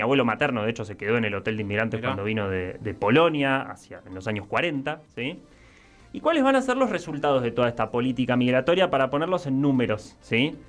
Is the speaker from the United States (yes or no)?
no; Argentina